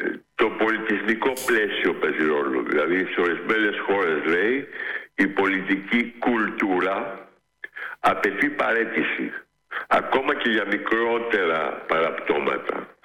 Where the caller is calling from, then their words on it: Athens, Attica, Greece; also born or lived in Patisia; Πρώην από Πατήσια.